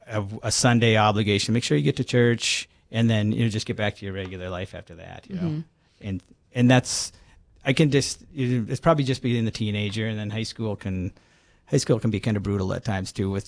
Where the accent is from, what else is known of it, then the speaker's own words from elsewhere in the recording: Park River, North Dakota, United States; also born or lived in Fargo, North Dakota / Grand Forks, North Dakota / Missoula, Montana / Polson, Montana; now in Bismarck, United States; I grew up in North Dakota up by Park River, and then we moved to Fargo when I started high school. And then I went to college up in Grand Forks at UND. So I kind of covered the eastern part of the state.